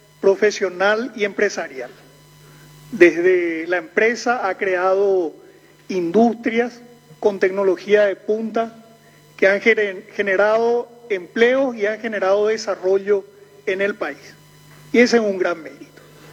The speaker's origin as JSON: {"language": "Spanish", "country": "Paraguay"}